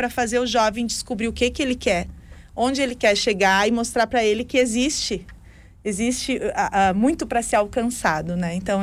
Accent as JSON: {"language": "Portuguese", "region": "Rio Grande do Sul", "country": "Brazil", "said": "eu venho do Vale do Taquari"}